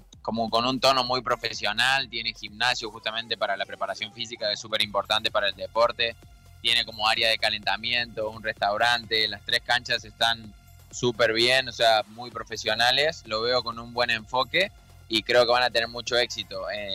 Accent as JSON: {"language": "Spanish", "country": "Argentina", "tie": "born there", "said": "Y por mis padres empecé a jugar en mi pueblo, o sea, donde vivo en Argentina."}